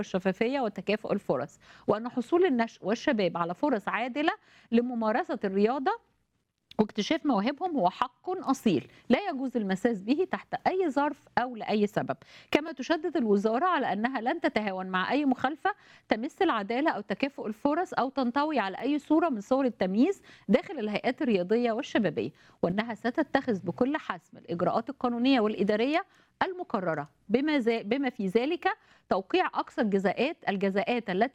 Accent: Egypt; بتعلمنا كلنا ازاي نكون بنحب مصر بلدنا وننتمي ليها ونصلي لاجلها.

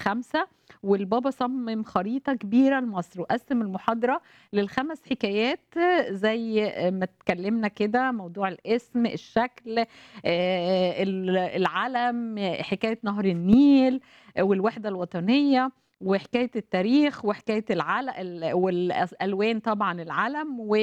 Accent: Egypt; مصر بلدنا

